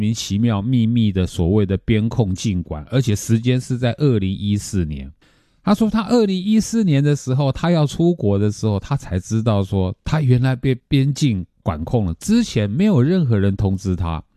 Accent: Taiwan

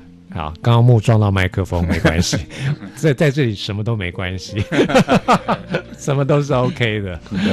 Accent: Taipei, Taiwan; 我就是一个从小在台北出生长大的人。哦。一辈子都活在这个有毒城市，

